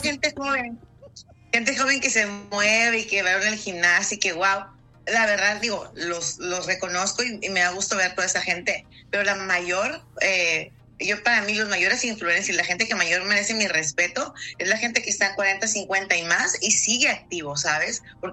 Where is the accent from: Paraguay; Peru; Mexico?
Mexico; ¿a poco no somos los latinos mexicanos?